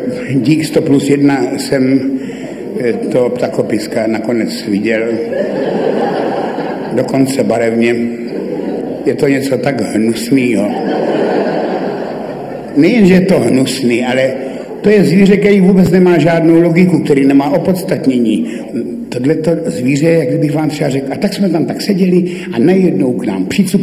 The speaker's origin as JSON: {"language": "Czech", "town": "Ivančice", "region": "South Moravian Region", "country": "Czechia", "tie": "born or raised there", "said": "U nás v Ivančících se nic takového nevyskytovalo."}